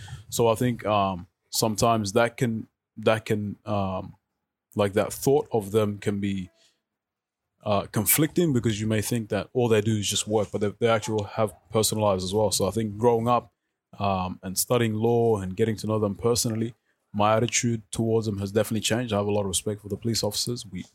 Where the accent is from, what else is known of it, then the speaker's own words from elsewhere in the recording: South Sudan; moved away; I come from South Sudan